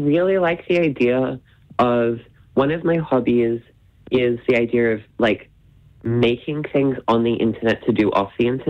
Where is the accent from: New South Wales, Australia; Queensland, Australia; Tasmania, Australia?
Queensland, Australia; Brisbane; I'm from Brisbane.